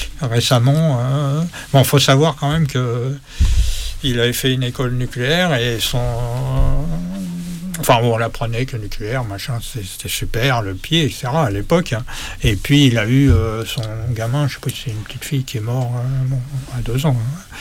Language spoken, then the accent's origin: French; Nouvelle-Aquitaine, France; y compris même chez moi dans le Limousin, puisque on était là-bas quand on allait chercher de l'uranium avant d'aller voir en Afrique.